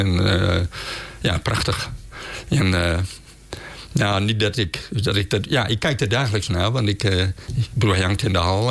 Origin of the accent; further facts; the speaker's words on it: Vierhuizen, Groningen, Netherlands; also born or lived in Ezinge; now in Scheemda, Netherlands; maar ik ben wel geboren in Ezinge. Maar ik ben opgegroeid in Vierhuizen, Hulrum. Het Hogeland, dat spreekt mij gewoon heel erg aan. Ik zeg altijd, en ik woon hier al vanaf 1979.